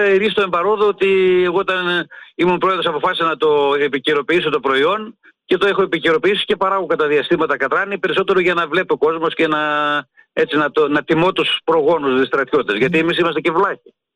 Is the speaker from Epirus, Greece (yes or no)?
yes; Distrato, Epirus, Greece; now in Konitsa, Greece; Εγώ βέβαια αισθάνομαι τυχερός που μένω στην Κόνιτσα και μπορώ και πηγαίνω στο χωριό, γιατί το έχω αγαπήσει το χωριό. Είμαι 68 χρονών τώρα και πηγαίνω κάθε εβδομάδα στο χωριό μου.